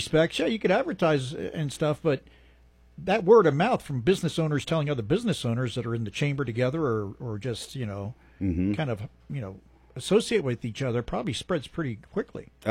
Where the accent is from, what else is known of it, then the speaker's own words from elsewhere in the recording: Jersey City, New Jersey, United States; This is like the Jersey part of me because I'm originally from Jersey City.